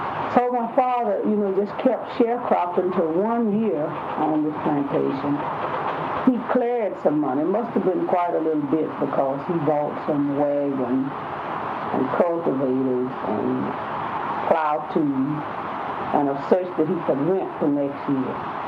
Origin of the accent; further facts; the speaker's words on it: United States; born there; I was born 1917 in Montgomery County, October 6th.